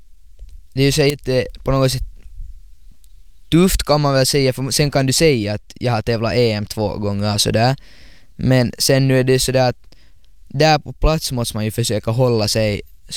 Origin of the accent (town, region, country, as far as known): Finland